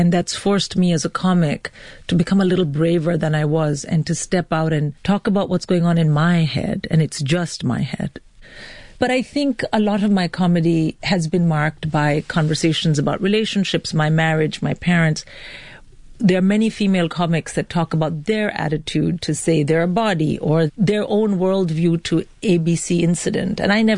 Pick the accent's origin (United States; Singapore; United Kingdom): United Kingdom; England; And I say, no, I'm an Indian-British comic.